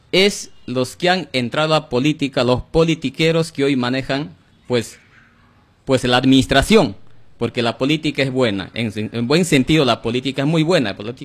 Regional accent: Pichanaki, Junín, Peru; mi pueblo de Pichanaki.

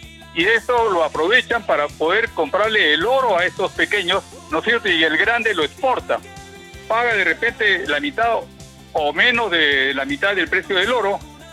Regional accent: Peru; now in Chimbote, Peru; todos somos peruanos

